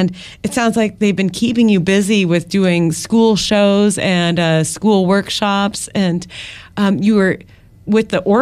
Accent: Kansas, United States; I'm then from Kansas, so that was good reference there.

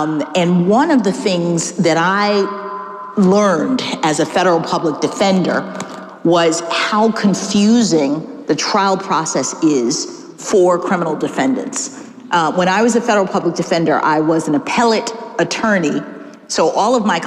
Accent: Miami, Florida, United States; We thought we were being clever because he was from Boston and I was from Miami.

